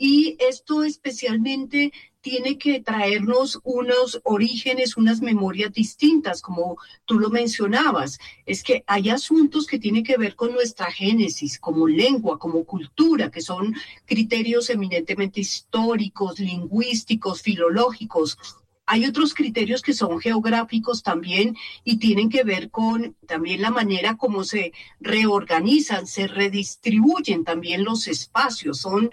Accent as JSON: {"language": "Spanish", "country": "Colombia", "said": "Bueno, como colombianos, ¿cómo nos identificamos? Sabiendo obviamente que Colombia es un país plurilingüe, multiétnico, multicultural"}